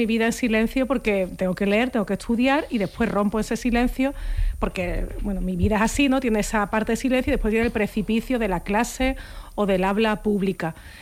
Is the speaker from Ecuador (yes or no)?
no; Seville, Andalusia, Spain